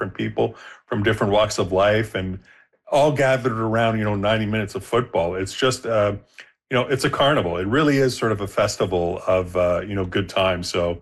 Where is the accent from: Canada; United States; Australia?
Canada; Ontario; the fact that it's in my hometown, I mean, I can walk to BMO Field. So the fact that I can actually walk to a World Cup game is going to be incredible.